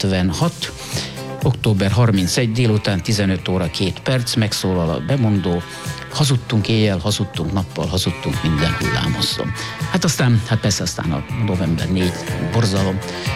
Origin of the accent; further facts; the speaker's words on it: Hungary; moved away as an adult; 1949. szeptemberében gyalogoltam el ebből az országból.